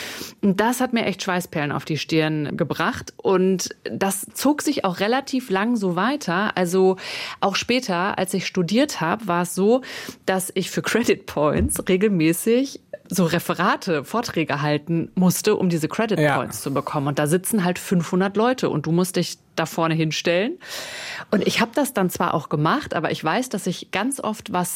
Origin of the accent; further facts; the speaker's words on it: North Rhine-Westphalia, Germany; moved away; ich komme ursprünglich aus dem Sauerland. Und im Sauerland ist das nicht so wie in den Großstädten.